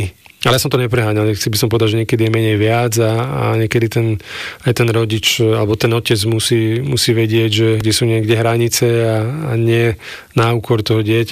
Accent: Bratislava, Bratislava Region, Slovakia; Petržalke.

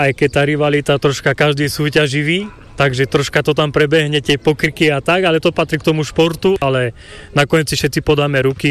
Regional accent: Poltár, Banská Bystrica Region, Slovakia; som z Poltára a som organizátor Nohebalu, čo dneska sa hrá.

